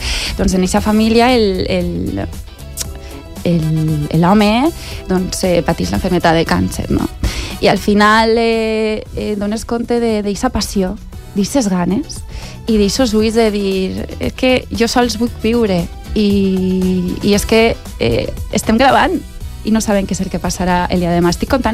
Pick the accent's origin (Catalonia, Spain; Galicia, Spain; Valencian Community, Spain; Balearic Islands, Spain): Valencian Community, Spain; Alcoi; Jo sóc alcoiana, tinc casa a Alcoi, casa dels meus pares.